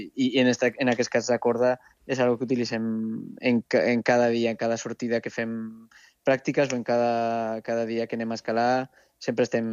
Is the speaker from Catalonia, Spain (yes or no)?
no; Jaca, Aragon, Spain